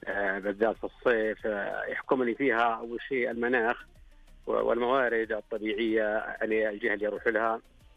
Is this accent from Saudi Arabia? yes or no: yes; Taif, Makkah Province, Saudi Arabia; أنا بالنسبة لي طبعا ابن الطائف